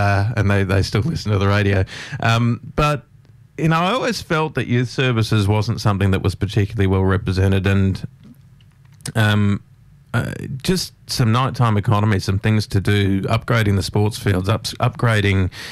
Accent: Hunters Hill, New South Wales, Australia; also born or lived in Queensland; when I came back from Queensland, I sort of, all my mates had gone from Hunters Hill, they'd all left.

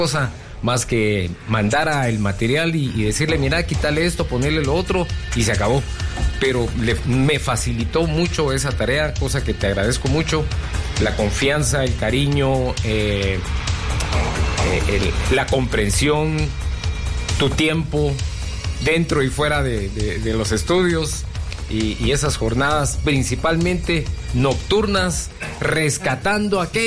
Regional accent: Quetzaltenango, Guatemala

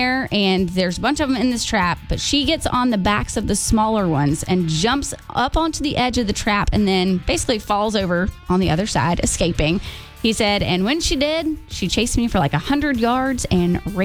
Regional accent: Barnesville, Georgia, United States; I grew up in Barnesville

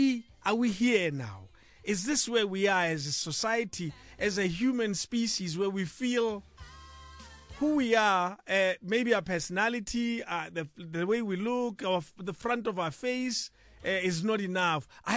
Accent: Pretoria, Gauteng, South Africa; Yet I was raised in Pretoria.

